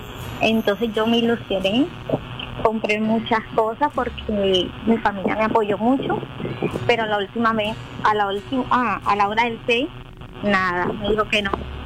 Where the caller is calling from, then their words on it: Aracataca, Magdalena, Colombia; Desde Aracataca, Magdalena.